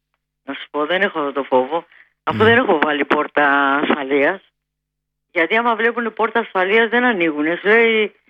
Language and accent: Greek; Athens, Attica, Greece; born there; Γεννήθηκα στο Παγκράτη